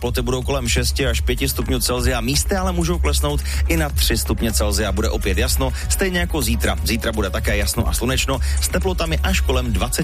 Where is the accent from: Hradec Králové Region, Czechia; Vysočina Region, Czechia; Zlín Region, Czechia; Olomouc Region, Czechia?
Zlín Region, Czechia; Zlín; já jsem z Lína